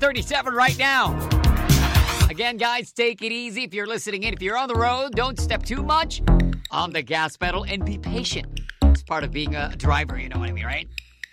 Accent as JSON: {"language": "English", "area": "Cavite", "region": "Calabarzon", "country": "Philippines", "said": "You know that I'm from Cavite, right? Usually, like Monday morning, I drive from Cavite to the station."}